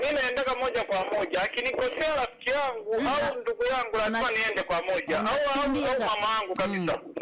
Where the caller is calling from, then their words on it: Iponyanumbu, Rukwa, Tanzania; natoka Iponyanumbu mkoa